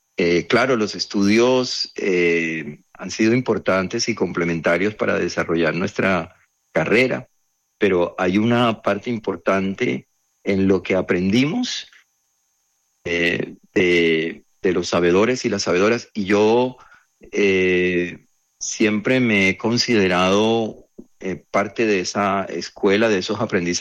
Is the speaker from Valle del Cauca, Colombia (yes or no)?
no; Cartagena, Bolívar, Colombia; moved away; also born or lived in Bogotá; Yo nací, crecí en Cartagena y muy jovencito yo quería estudiar la música.